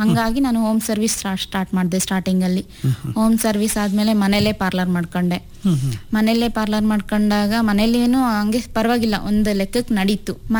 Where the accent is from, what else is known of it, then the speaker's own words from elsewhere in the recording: Chitradurga, Karnataka, India; also born or lived in Shivamogga; now in Medehalli, India; Sir, ನಾನು ಹುಟ್ಟಿದ್ದು ಶಿವಮೊಗ್ಗ, ಬೆಳೆದಿದ್ದೆಲ್ಲ ಚಿತ್ರದುರ್ಗಾನೇ, ಇಲ್ಲೇ ಇರೋದು ಸರ್. ಈಗ ಮೆದೇಹಳ್ಳಿ ವಾಸವಾಗಿದ್ದೀವಿ ಸರ್.